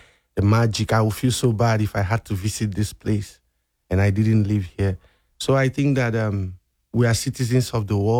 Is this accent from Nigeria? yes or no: yes; Onitsha, Anambra, Nigeria; now in Monterey, United States; Oh, growing up in Nigeria, man. I grew up just like most kids will. We speak English in Nigeria, of course, and I went to school, Western kind of education, but we had more community growing up. I lived in a town that was in the east of Nigeria, Onitsha.